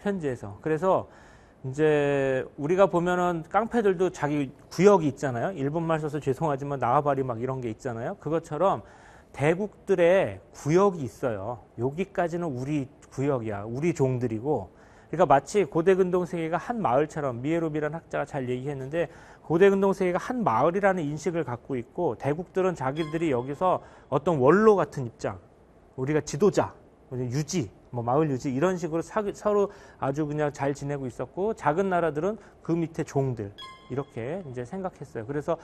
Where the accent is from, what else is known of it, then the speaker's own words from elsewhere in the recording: South Korea; 제가 약소국 출신이고, 미국 사람도 아니고, 뭐, 유럽 사람도 아니고, 저는. 그리고 그, 최근 특히 근대사에서 한국은 고생을 많이 했죠.